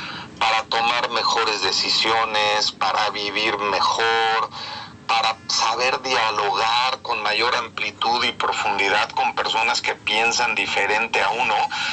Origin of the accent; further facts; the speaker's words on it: Mexico; moved away as an adult; now in Germany; como mexicano que ya tiene pues más de 15 años viviendo fuera del país, en Alemania específicamente.